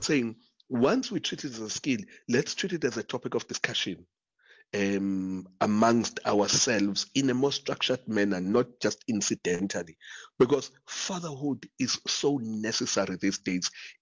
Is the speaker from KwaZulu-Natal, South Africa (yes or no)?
yes; Durban, KwaZulu-Natal, South Africa; We grew up where I'm born and raised in Durban.